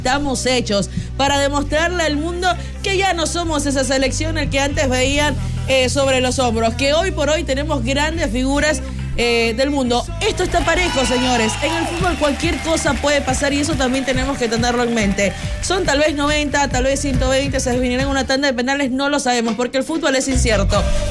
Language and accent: Spanish; Ecuador; yo creo que como ecuatorianos siempre demostramos la firmeza que tenemos.